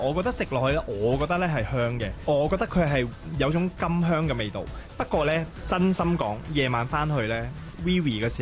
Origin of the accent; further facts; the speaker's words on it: Thailand; moved away; 以前細細個喺泰國嗰陣咧